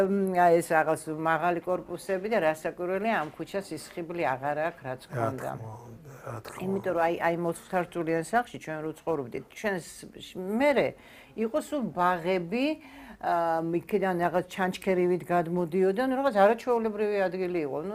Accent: Tbilisi, Georgia; იმიტომ რომ ვაკეში დავიბადე. იქვე საბავშვო ბაღში იქვე დავდიოდი, სკოლაში იქვე დავდიოდი.

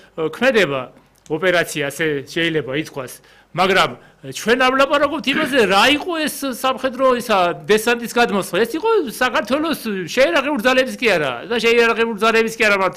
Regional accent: Western Georgia, Georgia; მე თვითონ დასავლეთიდან ვარ

